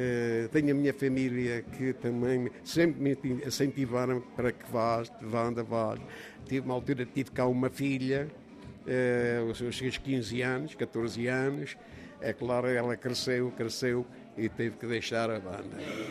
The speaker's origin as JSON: {"language": "Portuguese", "town": "Covilhã", "region": "Centro", "country": "Portugal", "said": "eu já cá, eu sou da Covilhã"}